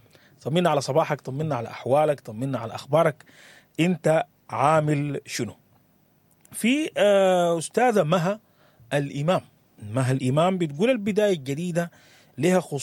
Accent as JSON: {"language": "Arabic", "country": "Sudan"}